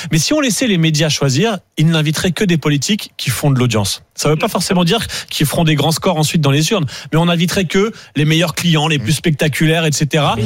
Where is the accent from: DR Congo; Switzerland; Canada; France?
France; En France, on a en effet. On est français, on est comme ça.